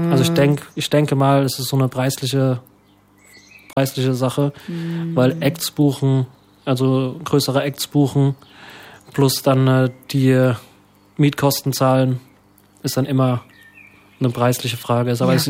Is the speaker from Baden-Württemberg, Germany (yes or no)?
no; Ludwigshafen, Rhineland-Palatinate, Germany; Genau, also ich komme aus Ludwigshafen